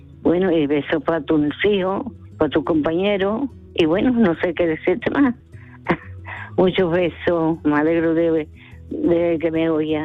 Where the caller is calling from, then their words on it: Seville, Andalusia, Spain; del Tiro de Línea